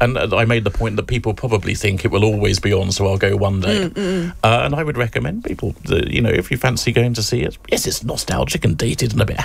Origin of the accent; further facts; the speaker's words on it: Essex, East of England, United Kingdom; I'm from Essex, as you can tell from the accent.